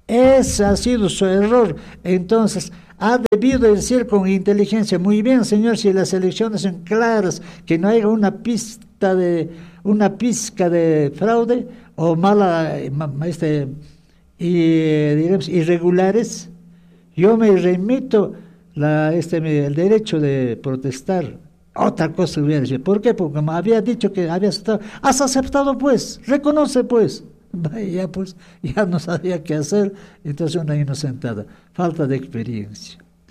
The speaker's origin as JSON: {"language": "Spanish", "country": "Peru", "said": "yo soy un peruano, pues. Yo soy un peruano"}